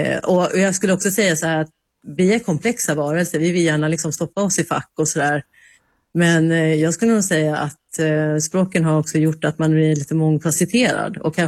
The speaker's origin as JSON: {"language": "Swedish", "country": "Sweden", "tie": "born or raised there", "said": "Men jag är ju uppvuxen i Sverige och född här, så att ja, det är väldigt närvarande."}